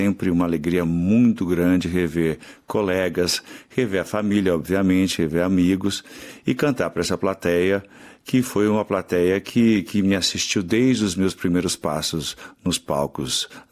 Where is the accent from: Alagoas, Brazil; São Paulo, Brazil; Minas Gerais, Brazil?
São Paulo, Brazil; Ribeirão Pires; moved away as an adult; also born or lived in Poland; Eu nasci em São Paulo, fui criado em Ribeirão Pires